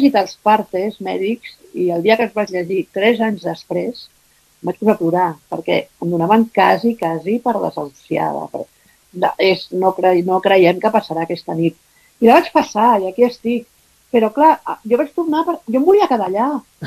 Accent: Barcelona, Catalonia, Spain

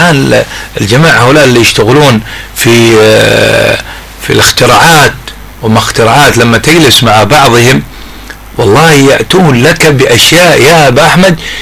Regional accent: Hadramawt, Yemen; عندنا في حضرموت، ما بقول عنه في اليمن عموما، في حضرموت.

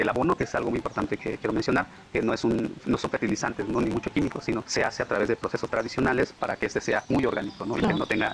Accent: Tanetze de Zaragoza, Oaxaca, Mexico; Provengo de la comunidad de Tanetes, Zaragoza, el lugar en donde producimos y vivimos con el café.

